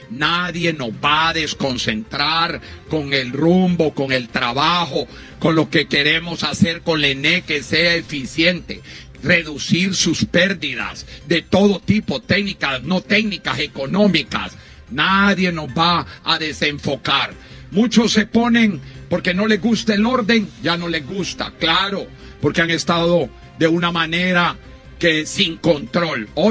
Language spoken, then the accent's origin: Spanish; Honduras